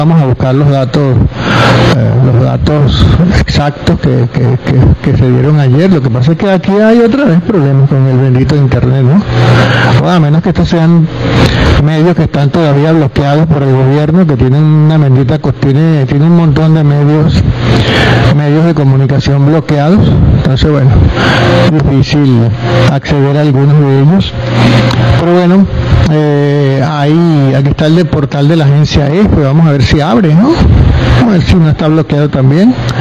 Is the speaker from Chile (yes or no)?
no; Venezuela